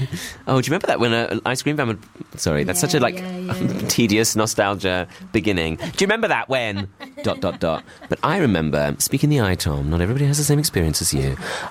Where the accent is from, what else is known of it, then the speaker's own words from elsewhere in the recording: Bromley, London, United Kingdom; where I grew up in Bromley.